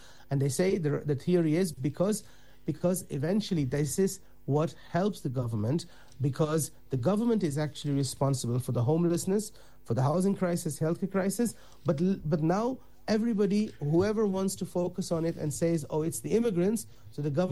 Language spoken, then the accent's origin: English; Netherlands; moved away as an adult; now in Ireland; I grew up in the Netherlands, so I came here in 2023, and I'd lived before that my life in the Netherlands, and I grew up there as a kid.